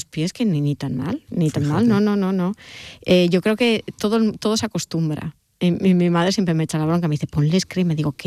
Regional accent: Basque Country, Spain; yo soy muy vasca. Yo en el País Vasco somos muy introvertidos

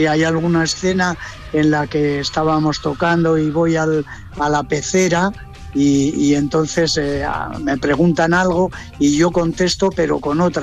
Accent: Bilbao, Basque Country, Spain; born there; also born or lived in Portugalete; yo precisamente en la época en la que nací yo aquí, en Bilbao, que era donde vivía, y en Portugalete, apenas se hablaba el euskera.

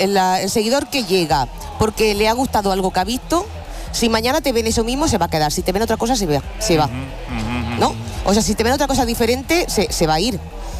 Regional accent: Guadix, Andalusia, Spain; Olín, pero que si estamos en Granada, yo te voy a decir que te vayas a Guadí, que es mi pueblo.

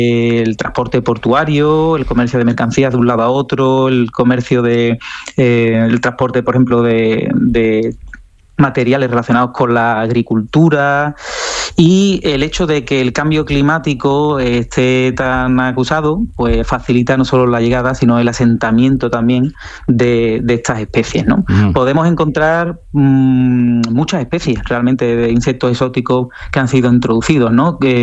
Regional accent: Sanlúcar de Barrameda, Andalusia, Spain; nos vamos a Jerez de la Frontera o a Sanlúcar, de donde soy yo

